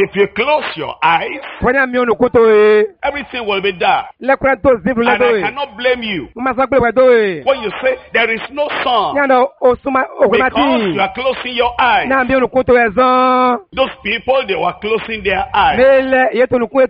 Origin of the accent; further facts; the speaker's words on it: Nigeria; Because I came from Nigeria, Africa.